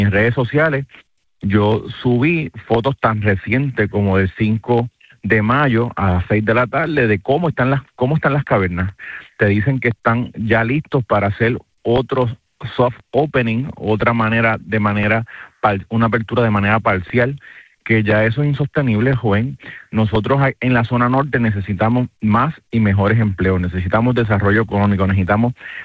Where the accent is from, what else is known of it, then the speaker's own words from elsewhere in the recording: Camuy, Puerto Rico; por supuesto de mi pueblo de Camuy.